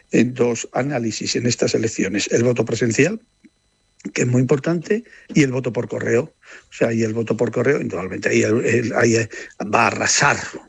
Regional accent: Trujillo, Extremadura, Spain; las primeras personas que me he encontrado han sido de mi pueblo, de Trujillo.

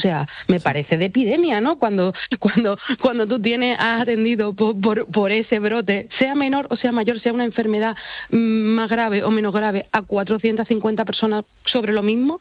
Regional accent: Ceuta, Spain

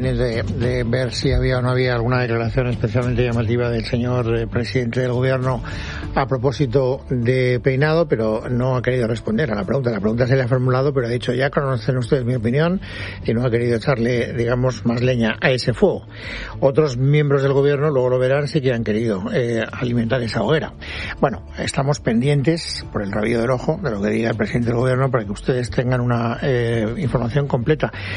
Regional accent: Spain; vivimos en España, somos españoles

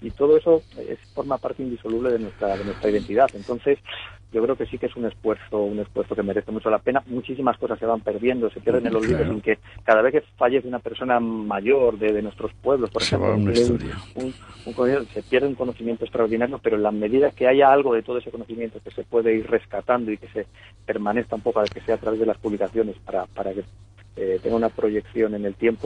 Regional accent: Cubillo de Castrejón, Castile and León, Spain; born there; no soy nacido allí, yo fui de niño.

